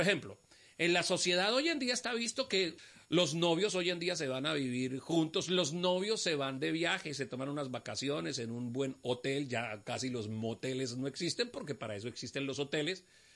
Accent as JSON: {"language": "Spanish", "country": "Colombia"}